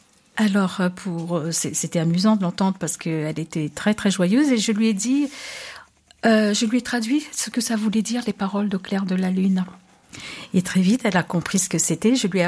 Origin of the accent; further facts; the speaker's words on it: Madagascar; now in France; je suis d'origine de Madagascar, mais ça fait pratiquement un demi-siècle que je suis en France. Ah, et je rentre maintenant, ces dernières années, régulièrement pour revoir ma famille, mes origines.